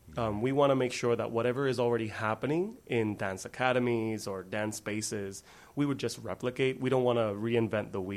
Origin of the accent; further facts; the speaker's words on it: Puerto Rico; moved away as an adult; now in Rochester, United States; I'm originally from Puerto Rico. Have been living in Rochester for approximately 3 years now